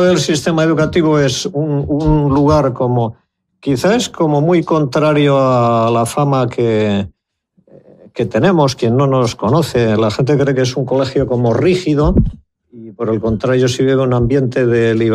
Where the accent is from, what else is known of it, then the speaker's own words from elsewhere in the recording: Catalonia, Spain; yo soy catalán